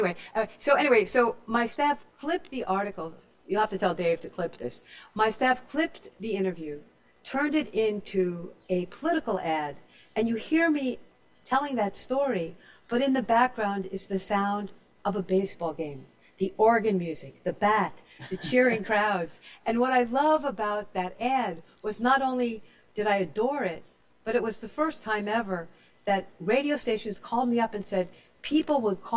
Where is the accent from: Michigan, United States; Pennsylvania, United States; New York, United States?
New York, United States; Brooklyn; born there; I mean, I was born in Bear Ridge, Brooklyn. Give me a break.